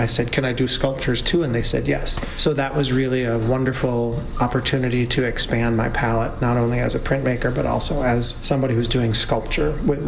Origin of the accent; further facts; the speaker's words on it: Green Bay, Wisconsin, United States; I was born and raised in Green Bay.